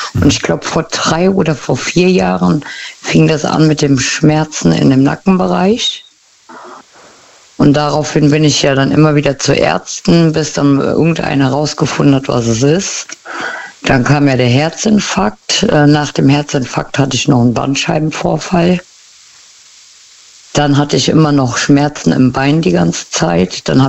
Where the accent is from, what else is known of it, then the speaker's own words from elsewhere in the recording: Westerwald, Germany; Aus dem Westerwald.